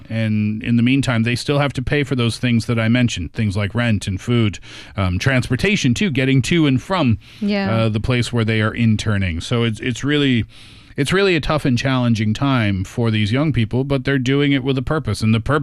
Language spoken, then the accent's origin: English; Tatamagouche, Nova Scotia, Canada; because I'm from Tatamagush, Nova Scotia, population 1,000, right?